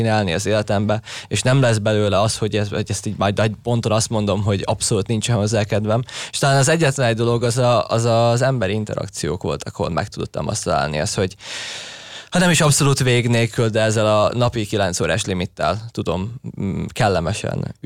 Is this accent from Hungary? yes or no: no; Slovakia; moved away; még anno otthon Szlovákiában